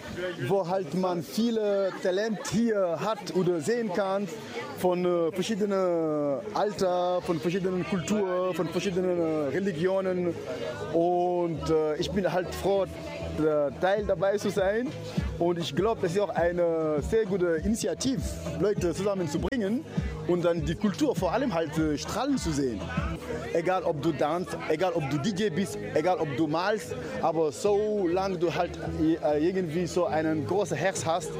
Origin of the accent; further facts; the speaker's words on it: Senegal; also born or lived in Mauritania; now in Vienna, Austria; ich komme ursprünglich aus Mauretanien und aufgewachsen in Senegal und lebe in Europa seit schon ziemlich lang, weil meine Familie lebt noch in Frankreich und ich lebe in Wien seit 2002.